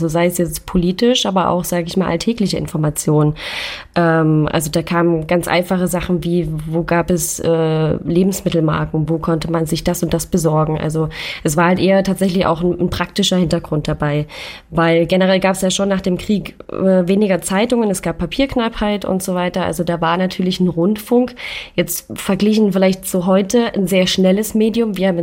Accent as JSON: {"language": "German", "town": "Leipzig", "region": "Saxony", "country": "Germany", "tie": "born or raised there", "said": "Also ich bin in Leipzig aufgewachsen, das ist richtig."}